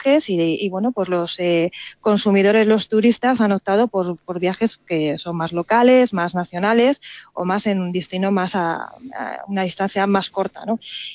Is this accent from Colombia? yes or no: no; Spain